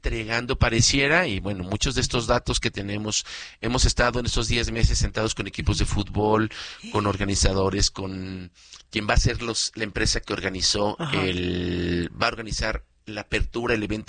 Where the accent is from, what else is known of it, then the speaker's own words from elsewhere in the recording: Mexico; el orgullo que es muy positivo de ser sede como mexicanos